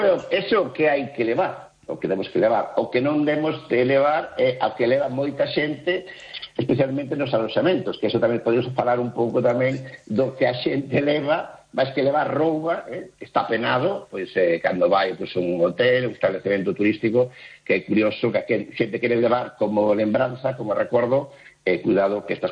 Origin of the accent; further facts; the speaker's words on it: Galicia, Spain; que tamén pode ser pues tamén unha boa lembranza para cando marchamos de Galicia pues espallamos esa cultura nosa por parte do mundo, ¿no?